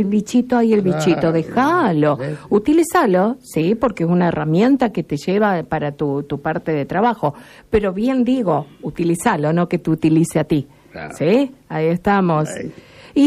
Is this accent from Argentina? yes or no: yes; Córdoba, Argentina; now in Santa Fe, Argentina; yo soy adoptada, ¿no? Santafesina, pues soy cordobesa.